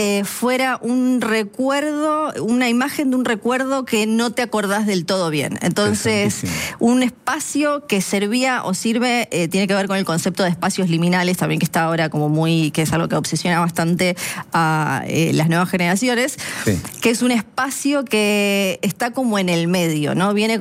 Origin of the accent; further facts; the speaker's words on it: Tierra del Fuego, Argentina; yo soy de Tierra del Fuego